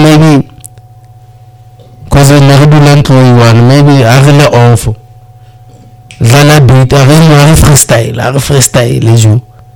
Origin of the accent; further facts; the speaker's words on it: Limpopo, South Africa; Yeah, I came from Limpopo, straight back.